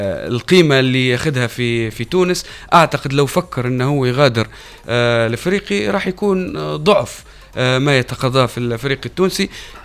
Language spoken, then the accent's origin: Arabic; Libya; الناس عرفتني كليبي